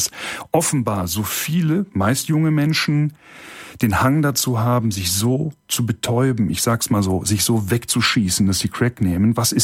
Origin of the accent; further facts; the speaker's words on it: Cologne, North Rhine-Westphalia, Germany; ich bin Kölner Bürger auch